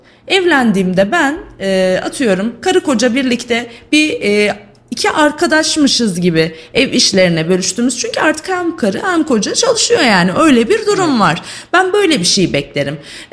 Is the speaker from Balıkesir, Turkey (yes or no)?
no; Sivas, Turkey; Bir Sivaslı olarak.